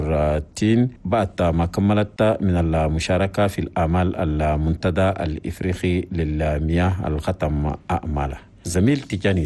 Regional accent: Chad

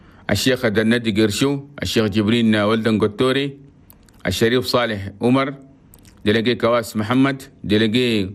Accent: Chad; أنا بلدنا تشاد

